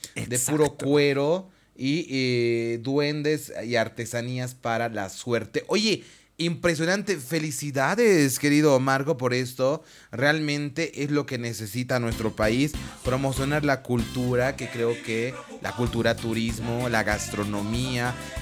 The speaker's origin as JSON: {"language": "Spanish", "country": "Bolivia", "said": "Si nosotros como bolivianos en este mes de agosto no conocemos nuestro país"}